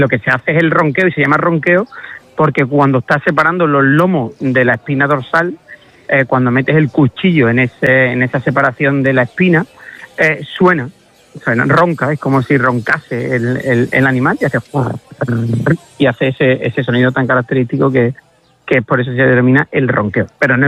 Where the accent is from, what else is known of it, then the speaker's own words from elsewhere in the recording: Villalba, Andalusia, Spain; mi pueblo está a 40... Yo digo que Villalba está a 40 kilómetros de todo, porque está a 40 kilómetros de Huelva capital, está a 45 de Sevilla, está a 42 del Rocío